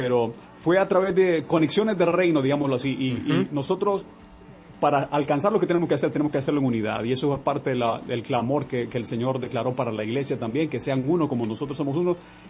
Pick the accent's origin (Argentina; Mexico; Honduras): Honduras; Pero si algo he aprendido yo de los colombianos y nosotros como hondureños, es de que uno se las ingenia, uno sale, sí, adelante, uno lo logra.